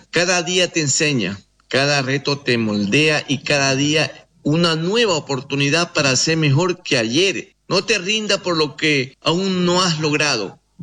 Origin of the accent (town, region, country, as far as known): Ecuador